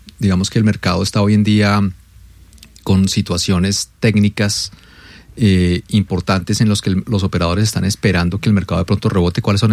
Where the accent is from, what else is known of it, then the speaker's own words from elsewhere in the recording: Colombia; creo que eso era algo en lo que nosotros deberíamos como colombianos unirnos